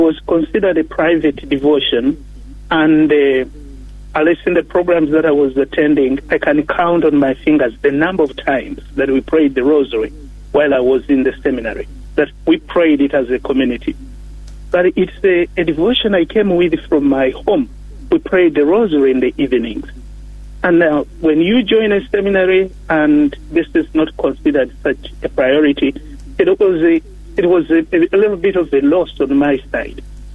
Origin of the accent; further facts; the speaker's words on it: Uganda; English is a second language; I come from Africa. I come from Uganda. I've always been the church is booming there. We have full churches, full convents, and full seminaries.